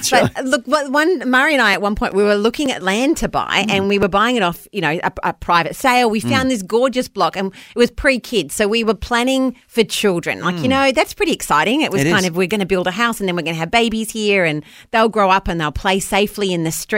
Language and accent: English; New Zealand; now in Australia; So a bit of background. I'm a Kiwi originally, so I grew up not with all the scary Aussie animals.